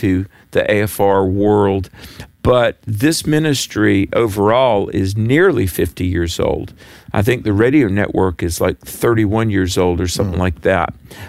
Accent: North Carolina, United States; I'm from North Carolina.

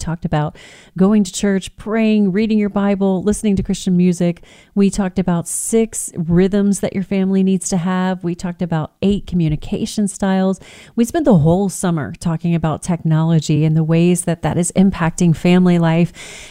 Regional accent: Texas, United States; I grew up on the Texas Gulf Coast.

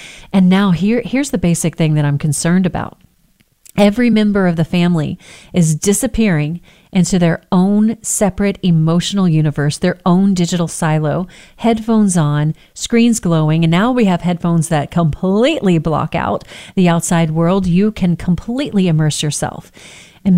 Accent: Texas, United States; I grew up in Texas.

